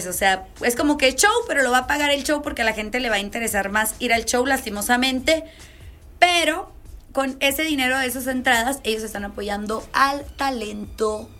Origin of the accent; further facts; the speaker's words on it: Sonora, Mexico; born there; Pero yo me siento sonorense. Yo aquí he vivido toda mi vida y por eso ya soy sonorense. Y soy mujer y soy mexicana.